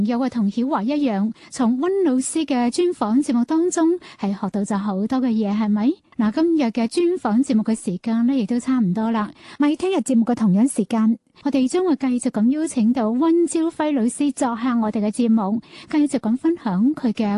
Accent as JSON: {"language": "Cantonese", "region": "Lingnan", "country": "China", "said": "亦都系好能够体现我哋岭南人嘅嗰种比较注重同大自然融为一体"}